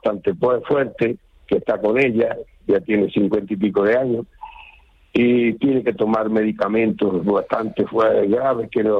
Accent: Canary Islands, Spain; now in Venezuela; así como nosotros vinimos aquí a Venezuela de Canarias también.

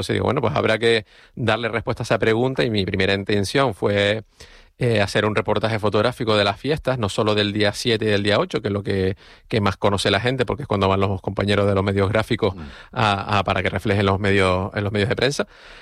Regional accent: Güímar, Canary Islands, Spain; moved away; yo soy guimarero, no vivo en Guimar

